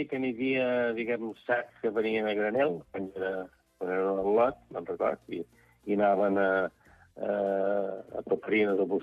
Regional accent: Santa Eulària des Riu, Balearic Islands, Spain; Avui, jo som de Sant Eulari, no som de Sant Joan.

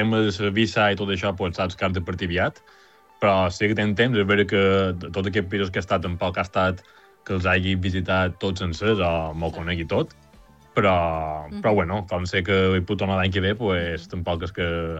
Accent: Porreres, Balearic Islands, Spain

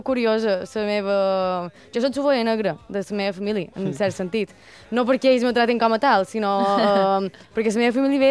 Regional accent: Manacor, Balearic Islands, Spain; De Manacor, crec que se nota.

